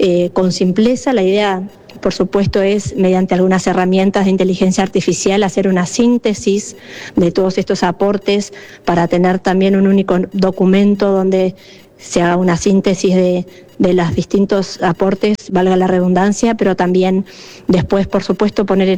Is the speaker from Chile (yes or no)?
no; Uruguay; lo que vamos a vivir como uruguayos